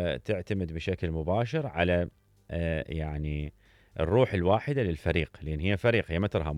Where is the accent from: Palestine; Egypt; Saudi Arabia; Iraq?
Iraq; عندنا بالعراق